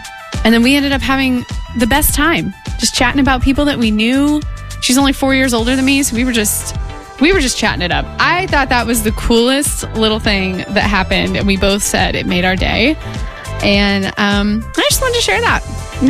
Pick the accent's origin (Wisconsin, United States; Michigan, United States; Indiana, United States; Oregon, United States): Indiana, United States; Sullivan; Because I grew up in Sullivan, Indiana, which a lot of times, no offense to the Golden Arrows, but most people, it's like when somebody asks me, oh, where are you from? I say, near Terre Haute.